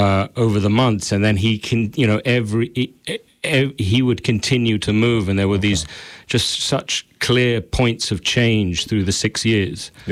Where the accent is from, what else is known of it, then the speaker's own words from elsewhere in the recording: London, United Kingdom; I'm from London